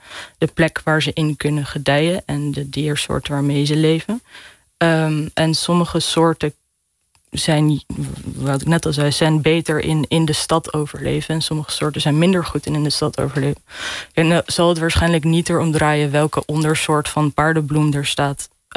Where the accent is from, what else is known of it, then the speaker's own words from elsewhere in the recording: Rotterdam, South Holland, Netherlands; Nee, ik kom uit Rotterdam.